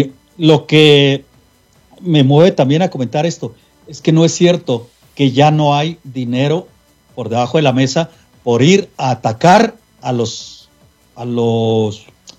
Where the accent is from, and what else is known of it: Mexico